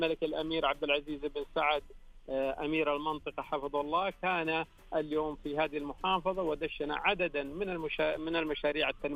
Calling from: Hail, Hail Province, Saudi Arabia; صحيح فعلا الأجواء تقريبا من أسبوعين تغيرت عندنا في حائل

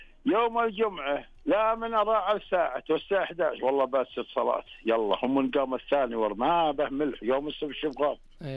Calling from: Ha'il, Ha'il Province, Saudi Arabia; والله من حايل

